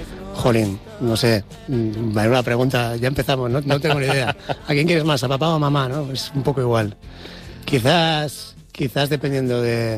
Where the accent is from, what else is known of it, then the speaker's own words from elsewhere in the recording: Santander, Cantabria, Spain; born there; yo nací en Santander, efectivamente en Cantabria.